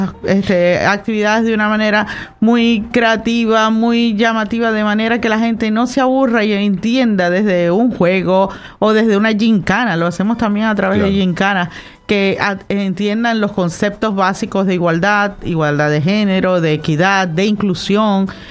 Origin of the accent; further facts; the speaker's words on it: Venezuela; moved away as an adult; now in Canary Islands, Spain; yo no soy canaria, soy venezolana y tengo apenas 7 años en Canarias